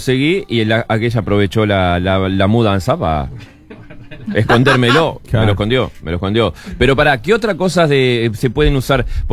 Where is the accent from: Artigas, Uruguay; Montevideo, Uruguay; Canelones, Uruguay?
Artigas, Uruguay; Bella Unión; De pibe, en Bellamión, en Artigas